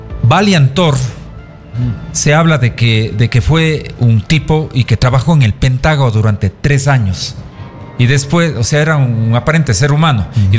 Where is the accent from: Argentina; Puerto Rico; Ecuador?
Ecuador; yo soy ecuatoriano